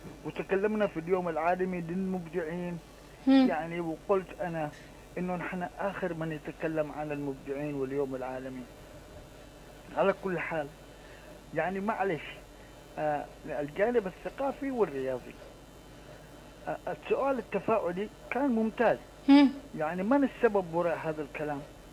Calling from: Yemen

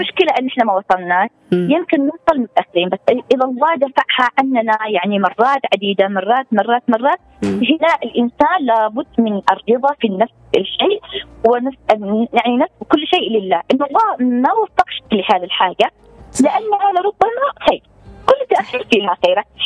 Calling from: Yemen

